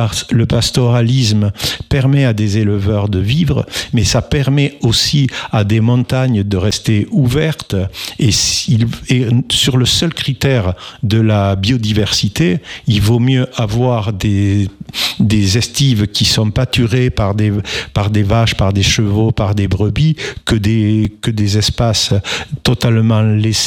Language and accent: French; Mirepoix, Occitanie, France; Vous savez, je suis de Mirepoix, mais aussi dans le Couserans ou autre.